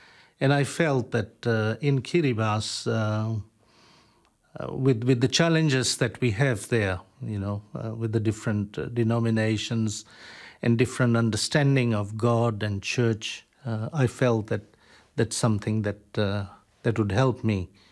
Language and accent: English; Fiji; born or raised there; moved away